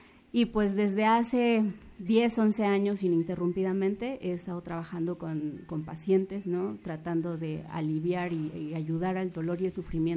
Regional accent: Tlaxcala, Mexico; soy originaria de Tlaxcala. Parte de mi vida he estado aquí en Tlaxcala de chiquita. Bueno, mis papás son de Oaxaca

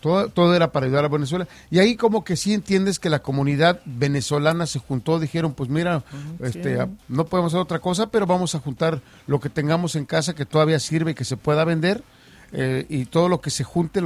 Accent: Acapulco, Guerrero, Mexico; yo soy de allá de Acapulco, carón, ¿a poco no se me nota? No se me nota el acento.

